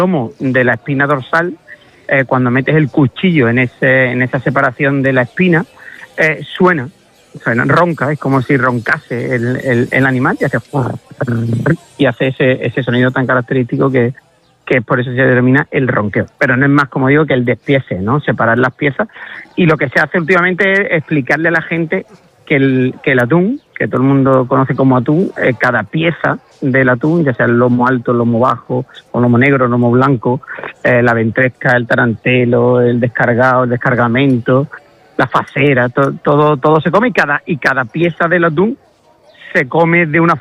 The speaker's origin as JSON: {"language": "Spanish", "town": "Villalba", "region": "Galicia", "country": "Spain", "tie": "born or raised there", "said": "que mi pueblo está a 40, yo digo que Villalba está a 40 kilómetros de todo"}